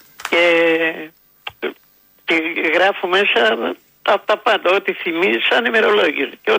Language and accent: Greek; East Macedonia and Thrace, Greece; now in Dafni, Athens, Greece; εγώ είμαι από Καβάλα, από χωριό της Καβάλας.